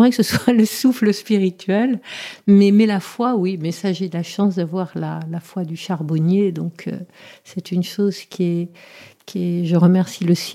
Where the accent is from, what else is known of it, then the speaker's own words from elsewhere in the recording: Morocco; born there; also born or lived in Germany; Alors, je suis née au Maroc, dans la lumière de l'Orient.